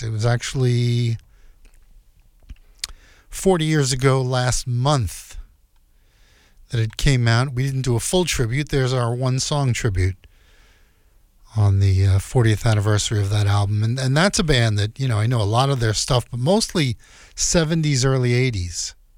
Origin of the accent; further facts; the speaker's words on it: New York City, New York, United States; artists from Brooklyn, New York. Hint, hint, my hometown.